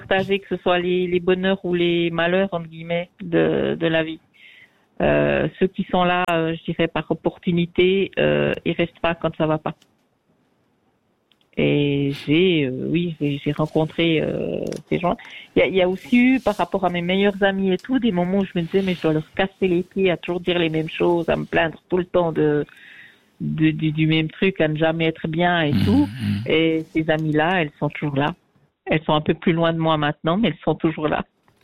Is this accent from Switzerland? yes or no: yes; Switzerland; moved away as an adult; ben quand je suis partie de Suisse il y a 3 ans